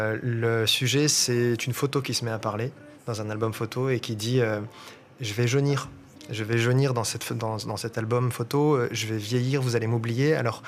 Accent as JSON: {"language": "French", "country": "Ukraine", "tie": "born there", "first_language": "Russian", "second_language": "French", "moved": "yes", "said": "Donc moi, je suis né en Ukraine, mais j'ai grandi dans une famille russophone, évidemment. J'aurais aimé pouvoir parler ukrainien. Je parle russe, voilà, par la force des choses."}